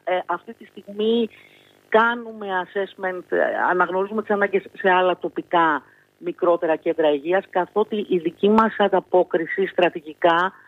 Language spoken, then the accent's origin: Greek; Greece